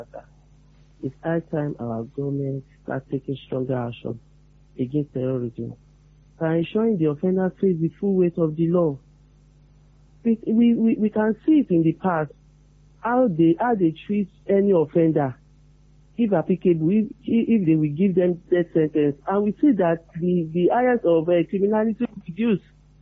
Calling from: Ibadan, Oyo, Nigeria; calling from Alakia.

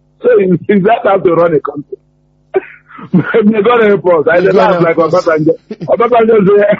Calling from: Nigeria; I'm calling from Elebo.

